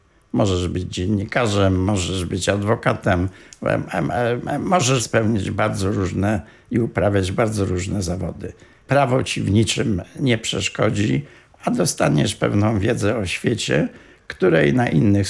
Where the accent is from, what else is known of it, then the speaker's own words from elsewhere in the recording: Poznań, Greater Poland Voivodeship, Poland; My poznaniacy